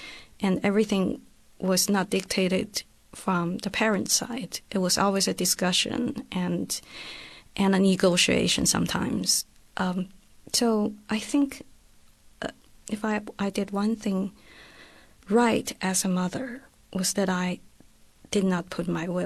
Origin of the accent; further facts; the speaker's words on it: China; I was born with innate curiosity and also sensitivity to things that did not quite make sense. So I grew up in China